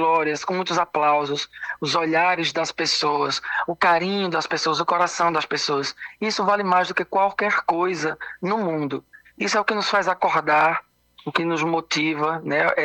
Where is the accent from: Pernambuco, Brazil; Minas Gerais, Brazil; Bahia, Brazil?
Pernambuco, Brazil; Altinho; born there; e eu em Altinho, nasci em Altinho, né, no interior de Pernambuco.